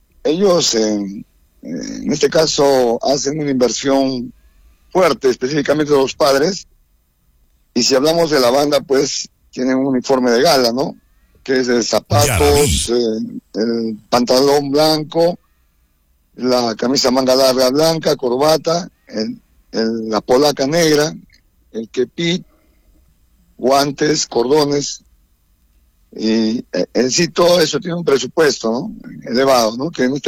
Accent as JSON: {"language": "Spanish", "country": "Peru", "said": "como peruanos que somos"}